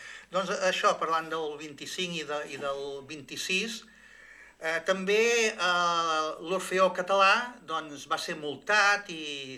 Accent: Mataró, Catalonia, Spain; soc de Mataró, encara que no es noti pel cap gros

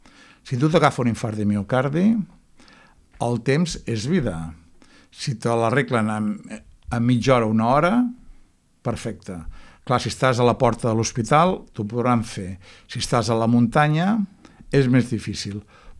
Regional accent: Barcelona, Catalonia, Spain; moved away as an adult; now in Argentona, Spain; Jo sóc de Barcelona, però com si fos d'Argentona. Ja ho he fet tot aquí a Argentona. Ja visc aquí des de l'any 83 i em sento argentoní de soc arrel.

